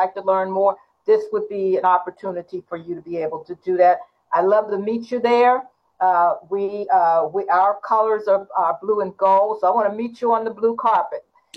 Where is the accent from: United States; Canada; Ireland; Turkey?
United States; Washington, District of Columbia; I grew up in the Washington, D.C. area